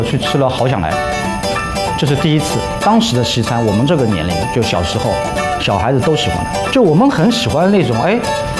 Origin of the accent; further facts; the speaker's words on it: Shanghai, China; 我是上海人